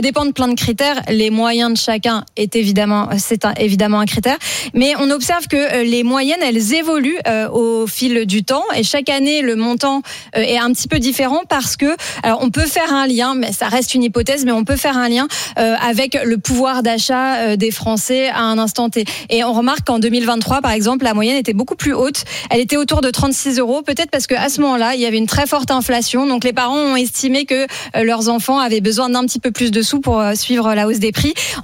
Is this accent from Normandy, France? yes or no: yes; Normandy, France; Ça tombe bien, je suis normande.